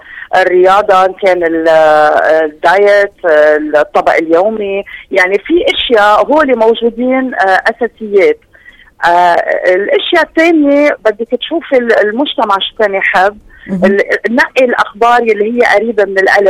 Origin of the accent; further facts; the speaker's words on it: Lebanon; moved away as an adult; also born or lived in Amman, Jordan; نحن هون بلبنان، نحن هون بلبنان